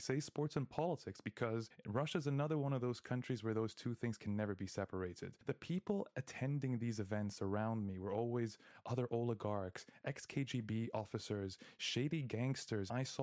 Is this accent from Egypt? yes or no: yes; Egypt; moved away; I grew up in Egypt, and it's a place where everything is basically political